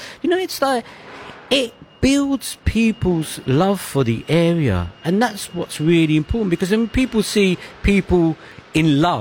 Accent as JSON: {"language": "English", "region": "London", "country": "United Kingdom", "tie": "born or raised there", "accent": "Cockney", "said": "I feel at home here. And I've been here since, I'm 64. I've been walking these pavements all my life. And I still feel at home."}